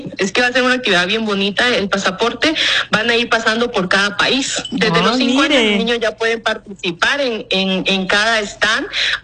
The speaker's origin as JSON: {"language": "Spanish", "town": "Tegucigalpa", "region": "Francisco Morazán", "country": "Honduras", "said": "yo soy de Tegucigalpa."}